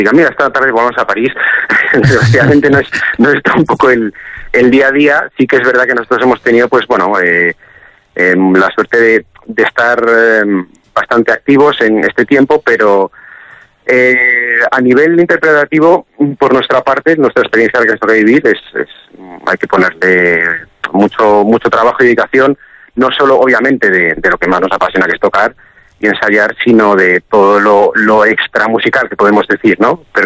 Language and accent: Spanish; León, Castile and León, Spain; now in Barcelona, Spain; desarrollamos un poco nuestra vida y tarea profesional en Barcelona. Yo soy de León